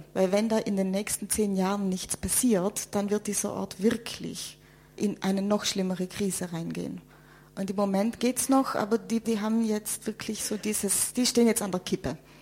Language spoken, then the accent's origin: German; Trentino-Alto Adige, Italy; als Südtirolerin komme ich ja aus Italien, vom Reisepass her, von der Identitätskarte her. Aber ich bin da immer Ausländerin, weil ich spreche fließend Italienisch